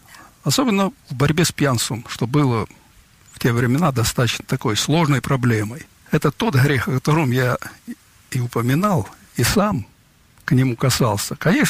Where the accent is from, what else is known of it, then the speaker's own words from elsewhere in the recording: Ukraine; moved away; Я родом с Украины сам.